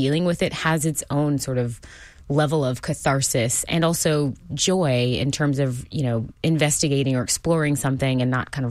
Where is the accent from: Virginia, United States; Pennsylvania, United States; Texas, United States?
Texas, United States; Houston; I will say I am originally from Houston, so I'm a little biased, but I love traveling.